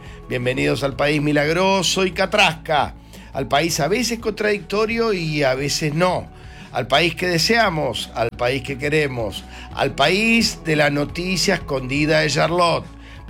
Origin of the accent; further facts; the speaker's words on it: Argentina; ¿Somos ansiosos los argentinos o es así?